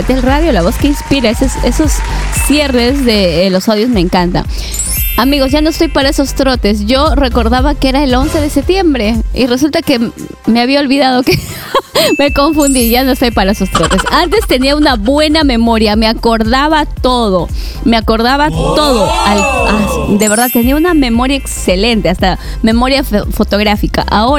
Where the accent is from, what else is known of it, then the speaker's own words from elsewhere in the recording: Huachari, Piura, Peru; soy del caserío de Huachari, distrito de Chalaco, provincia de Morropón, departamento de Piura.